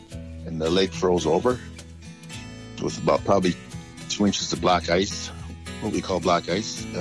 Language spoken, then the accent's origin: English; Ontario, Canada; born there; also born or lived in North Bay; I was born in North Bay, but my parents had to cross the lake, come back to where they were living, Camp Chimo, in the middle of Lake Timogamy.